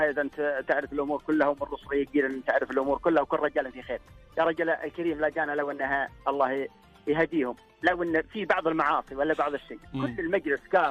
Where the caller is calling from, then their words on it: Hasat Bin Huwail, Saudi Arabia; طال عمرك من أهل الحصاء، من حصاة بن حويل.